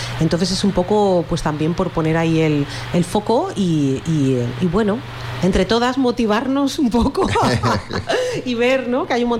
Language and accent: Spanish; Valencia, Valencian Community, Spain; Yo soy de Benimaclet. Bueno, nací ahí y me tuve que ir. Sí, me tuve que ir a un barrio cercano por lo mismo.